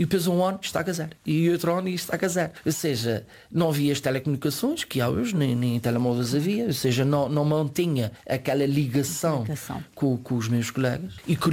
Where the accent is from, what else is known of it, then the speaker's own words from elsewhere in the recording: Fajã de Cima, Azores, Portugal; Pela primeira vez, apesar de ter passado a minha infância e ter crescido na Feijão de Cima, nunca me senti como me senti nos Fenais.